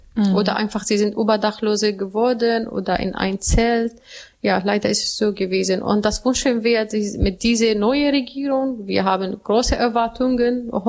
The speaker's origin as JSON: {"language": "German", "town": "Aleppo", "region": "Aleppo Governorate", "country": "Syria", "second_language": "German", "moved": "as an adult", "lives_now": "Bremen, Germany", "said": "Ich komme aus Aleppo Stadt und das ist wirtschaftlich mehr als landwirtschaftlich."}